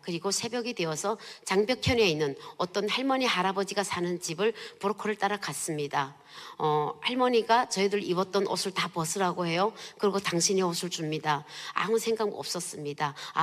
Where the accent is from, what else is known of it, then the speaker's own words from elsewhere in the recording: North Korea; moved away; 나 북한 사람입니다